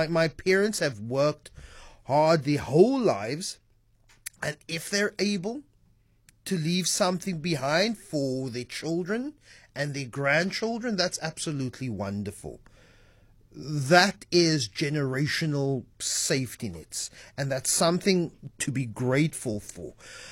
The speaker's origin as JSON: {"language": "English", "country": "South Africa", "said": "because we're South African"}